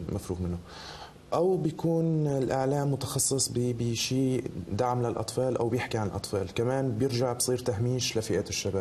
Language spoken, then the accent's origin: Arabic; Syria; now in Germany; الإعلام الألماني من ناحيتنا نحن كلاجئين سوريين